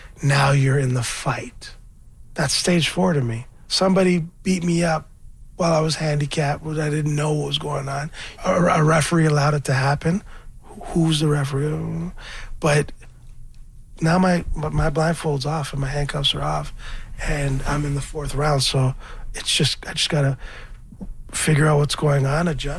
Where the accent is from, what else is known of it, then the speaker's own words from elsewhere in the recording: Toronto, Ontario, Canada; I'm from Scarborough. I'm a rapper.